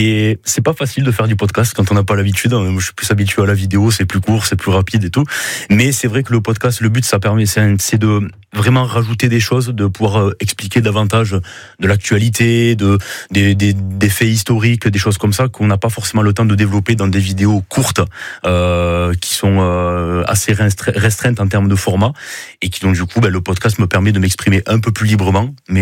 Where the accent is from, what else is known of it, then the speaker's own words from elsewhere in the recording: Narbonne, Occitanie, France; born there; le catalan, moi je suis pas né, je suis un gabatch techniquement, je suis né en Narbonne.